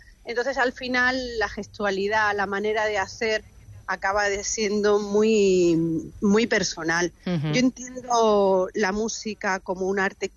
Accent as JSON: {"language": "Spanish", "town": "Linares", "region": "Andalusia", "country": "Spain", "moved": "as an adult", "said": "yo soy de Linares, de Jaén"}